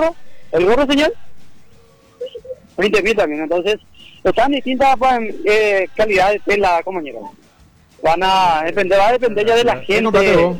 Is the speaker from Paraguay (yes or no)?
yes; Paraguay; nuestra identidad que somos paraguayos.